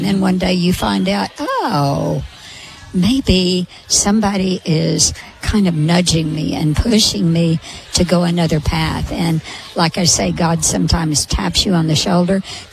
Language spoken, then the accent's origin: English; Arkansas, United States; I'm from Arkansas.